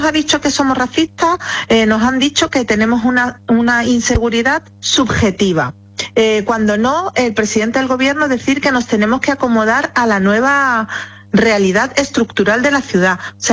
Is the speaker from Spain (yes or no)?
yes; Ceuta, Spain; y los que estamos controlando nuestros pasos somos los ceutíes.